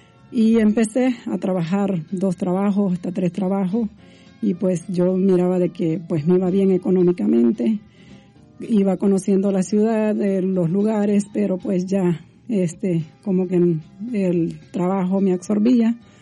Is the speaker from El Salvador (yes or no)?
yes; El Salvador; moved away as an adult; Cuando yo tenía 15 años hice mi primer retiro de iniciación que estaba en mi país, El Salvador, y pues después viajé a los 18 años, me vine para este país.